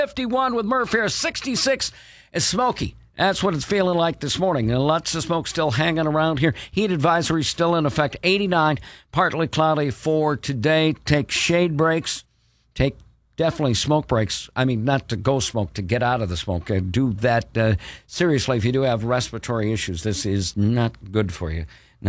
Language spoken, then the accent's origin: English; Red Wing, Minnesota, United States; now in Wisconsin, United States; I'm originally from Red Wing.